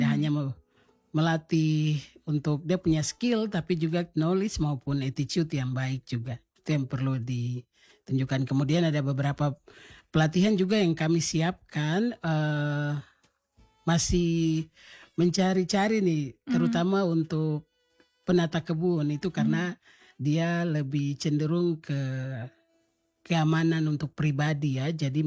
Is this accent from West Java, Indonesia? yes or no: no; Papua, Indonesia; kita orang asli Papua